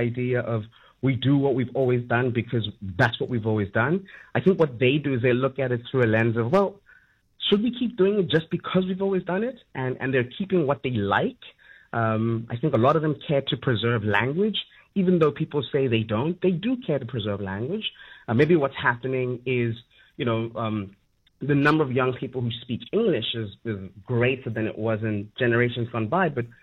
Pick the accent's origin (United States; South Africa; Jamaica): South Africa; as South African youth